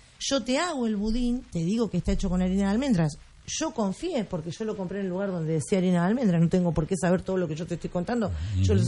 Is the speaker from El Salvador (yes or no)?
no; Argentina; viste cómo somos los argentinos